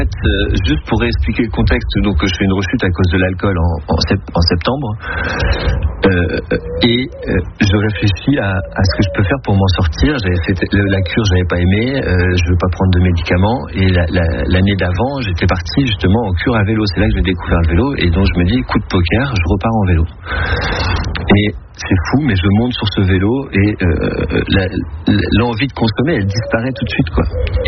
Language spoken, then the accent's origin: French; Barcelona, Catalonia, Spain; vu que j'ai grandi à Barcelone, je pars à Barcelone.